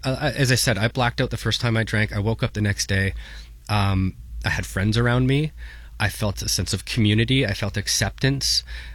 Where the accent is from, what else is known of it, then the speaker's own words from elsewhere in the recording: St. Catharines, Ontario, Canada; I grew up in St. Catharines.